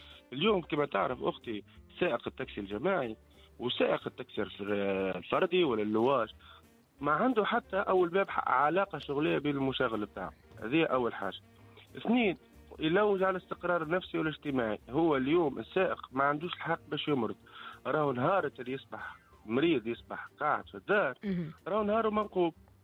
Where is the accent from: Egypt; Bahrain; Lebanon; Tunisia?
Tunisia; اللي باش نكري من عنده تونسي بلس وانا تونسي موا